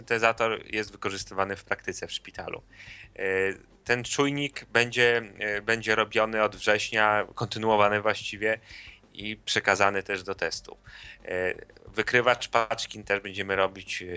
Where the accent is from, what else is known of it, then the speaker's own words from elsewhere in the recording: Białystok, Podlaskie Voivodeship, Poland; dlaczego muzyka u nas w Podlasie, ja z Białegostoku teraz rozmawiałem, disco polo bardzo jest popularna